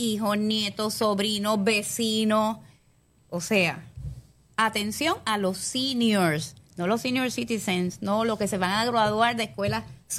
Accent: San Juan, Puerto Rico; moved away; yo soy de San Juan. Vivo acá hace 13 años

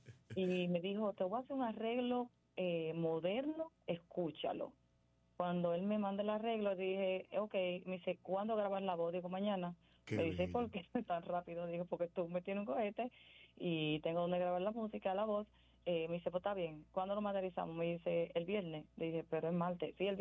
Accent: Dominican Republic; soy dominicana, amo el merengue, es mi bandera, trato siempre de ponerle en alto donde quiera que voy, es mi cultura

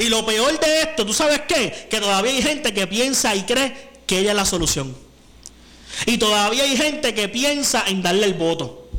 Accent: Puerto Rico; somos puertorriqueños

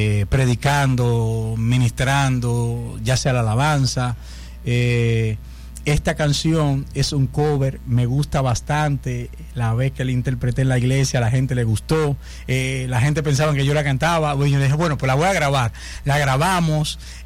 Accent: Dominican Republic; moved away; donde yo vengo, a donde yo me crié, yo soy batellero.

